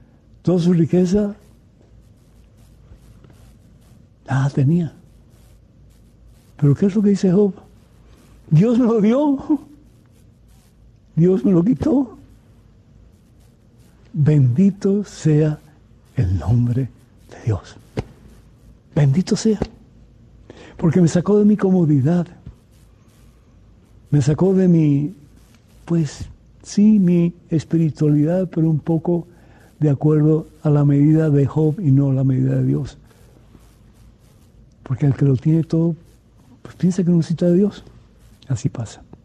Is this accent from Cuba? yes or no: yes; Cuba; moved away; padres, mi familia, yo somos de Cuba. Y salimos sin un centavo de Cuba.